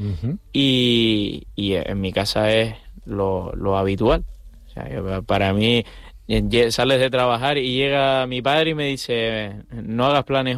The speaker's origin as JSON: {"language": "Spanish", "town": "La Orotava", "region": "Canary Islands", "country": "Spain", "said": "Yo soy de la parte alta de La Orotava, entre camino de Yasna y Benijo"}